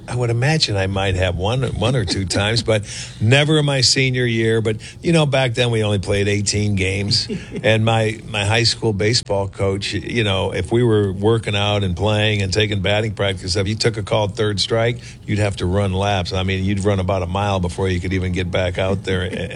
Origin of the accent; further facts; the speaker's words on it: New York, United States; but I'm from New York.